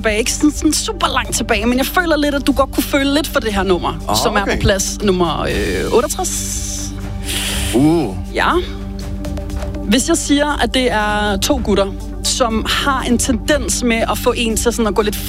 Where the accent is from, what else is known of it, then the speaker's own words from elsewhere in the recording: Capital Region of Denmark, Denmark; Jeg er vokset op i Værbroparken, lidt uden for København, og jeg er vokset op med balkanmusik og VH1, MTV